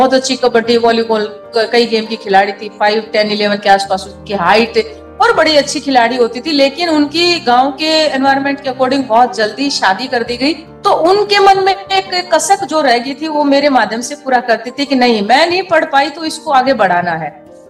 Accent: Haryana, India; born or raised there

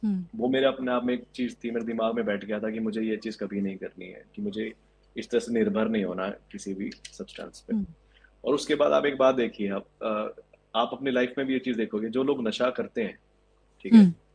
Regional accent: Haryana, India; मैं हरियाणा से हूँ, यहाँ पे स्पोर्ट्स कल्चर भी है

